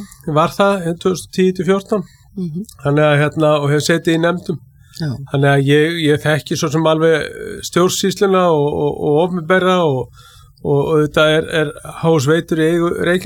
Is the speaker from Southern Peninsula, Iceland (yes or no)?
yes; Keflavík, Southern Peninsula, Iceland; Jú, sko, ég er heim megin við, ég er Keflvíkingur og hérna við eigum auðvitað, hérna, Keflavík og Njarðvík